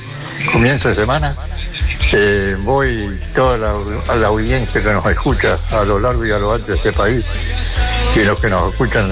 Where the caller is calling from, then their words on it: Carmen de Patagones, Buenos Aires Province, Argentina; de Carmen de Patagones. Te estoy escuchando por la 88.5 Radio Centro. Viedma, Patagones, Viedma, la comarca.